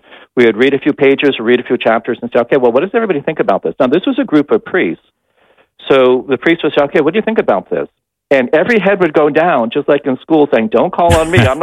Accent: Windsor, Vermont, United States; born there; I'm a native Vermonter, which means I was born in Windsor, Vermont, which is called technically the birthplace of Vermont.

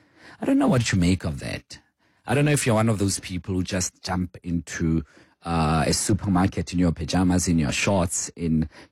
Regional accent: South Africa; And that's simply because I am South African through and through and through and through.

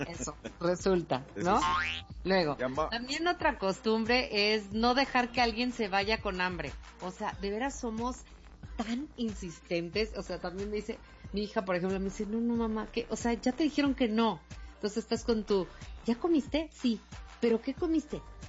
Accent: Mexico; Nosotros que somos mexicanos, queridos.

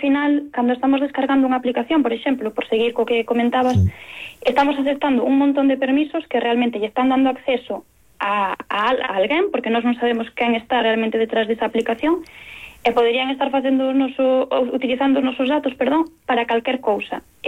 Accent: Galicia, Spain; nos que somos galegos

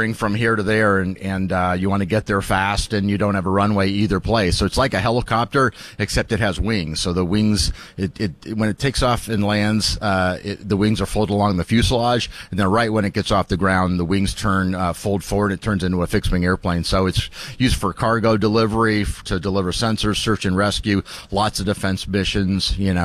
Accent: Colorado Springs, Colorado, United States; Colorado Springs, Colorado.

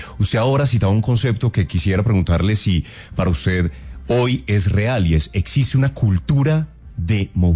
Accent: Colombia; Claro, es que como colombianos tenemos pacífico, el derecho de pacífico, salir y la necesidad.

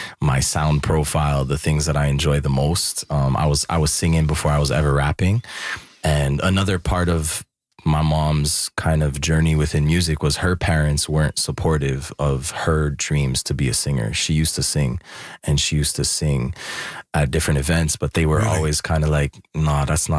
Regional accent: Montreal, Quebec, Canada; born and raised right on Workman and DeLille, right by Vinette Park.

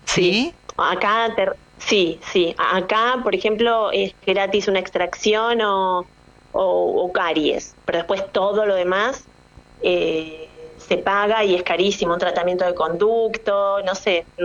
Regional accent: Argentina; moved away as an adult; yo vengo de Argentina y me hago todo esto cada año

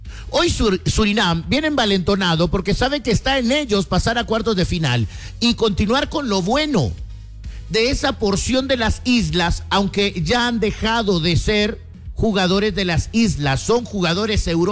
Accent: Guatemala; Yo, como un guatemalteco

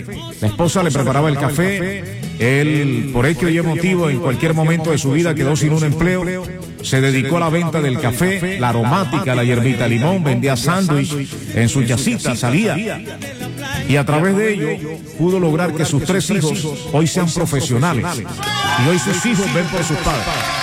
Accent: Zipacoa, Bolívar, Colombia; Yo vengo de un pueblito llamado Zipacoa, donde el campesino, con el sudor de su frente, echa adelante a su familia.

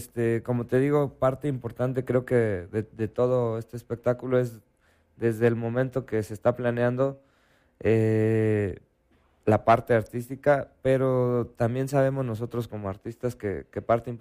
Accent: Puebla, Mexico; moved away as an adult; now in Comarca Lagunera, Mexico; yo soy de Puebla. Uh-huh. Llegué aquí hace 2 años, soy integrante de la Camerata y por eso fue que me vine para acá

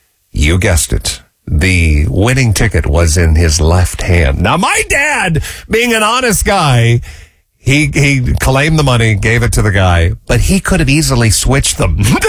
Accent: Kokomo, Indiana, United States; This was in my hometown of Kokomo.

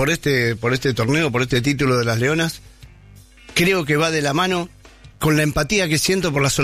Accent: Argentina; como argentinos que somos

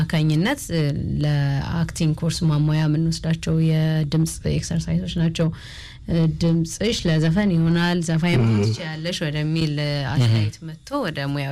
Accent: Oromia, Ethiopia; now in Addis Ababa, Ethiopia; ተወልጄ ያደኩት ባሌ ነው፣ ባሌ ክፍለ ሀገር። ከዛ ወደ አዲስ አበባ ለትምህርት ነው የመጣሁት።

